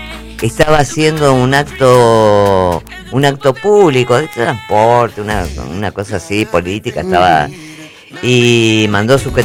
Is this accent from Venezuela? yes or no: no; Argentina; Soy argentino.